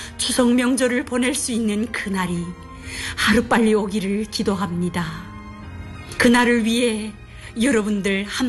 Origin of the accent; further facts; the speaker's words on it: North Hamgyong, North Korea; moved away as an adult; now in South Korea; 저는 북한 함경북도 해룡에서 태어나 2012년 두만강을 건너 한국에 온